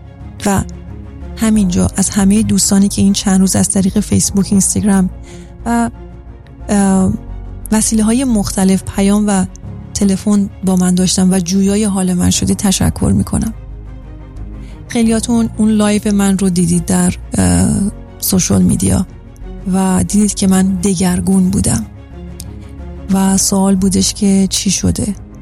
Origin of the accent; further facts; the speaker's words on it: Iran; من به عنوان یه ایرانی